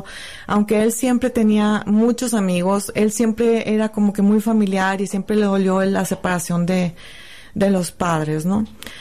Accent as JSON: {"language": "Spanish", "town": "Navojoa", "region": "Sonora", "country": "Mexico", "said": "Yo soy de Navojoa, Sonora."}